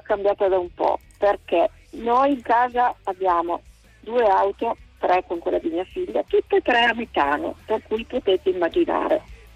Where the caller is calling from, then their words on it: Piedmont, Italy; io abito a 20 km da Asti